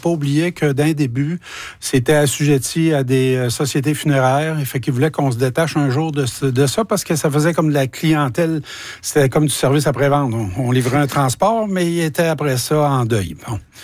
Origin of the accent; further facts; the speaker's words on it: Quebec, Canada; Il y a 45 ans, on parle de 1981. J'habitais la Côte-Nord. Je suis originaire de la Côte-Nord et c'était plutôt difficile.